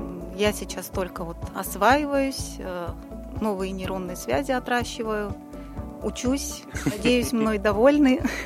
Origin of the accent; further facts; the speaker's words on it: Krasnodar Krai, Russia; born there; moved away as an adult; also born or lived in Republic of Adygea / Lebanon; now in Yakutia, Russia; Я родилась в Краснодарском крае, училась в Республике Адыгея, потом уехала в Ливан, из Ливана приехала в Якутию